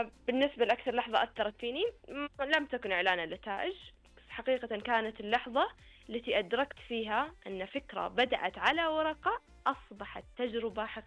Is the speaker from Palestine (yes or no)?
no; Saudi Arabia; أنا كطالبة سعودية